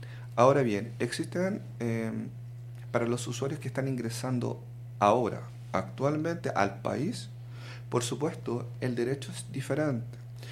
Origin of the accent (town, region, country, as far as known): Chile